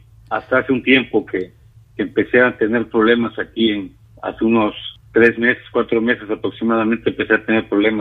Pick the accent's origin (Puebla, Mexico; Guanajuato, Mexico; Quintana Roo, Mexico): Guanajuato, Mexico; León; born there